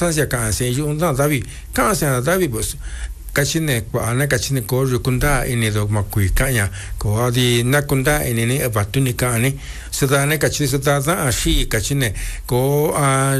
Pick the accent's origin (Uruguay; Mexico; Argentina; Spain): Mexico; first language Mixtec; Spanish is a second language; Y lo que comentaba, pues en mi lengua materna es de que allá en la región mixteca, pues hay los campesinos